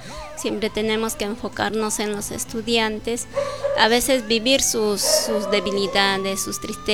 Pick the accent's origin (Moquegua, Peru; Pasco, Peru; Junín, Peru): Junín, Peru; Huancayo; now in Mazamari, Peru; Yo soy de Huancayo.